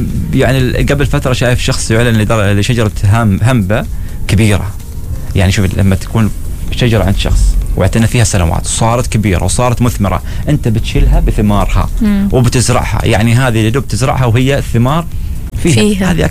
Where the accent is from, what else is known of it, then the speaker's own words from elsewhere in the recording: Oman; معظم الزراعه عندنا في عمان، انا اتكلم عن شناص وعن الباطنه خاصه،